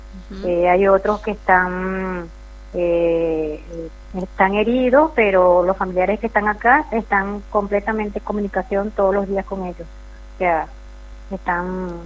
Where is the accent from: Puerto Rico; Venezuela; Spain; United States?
Venezuela; now in Catamarca, Argentina; nosotros los venezolanos en Venezuela, en mi país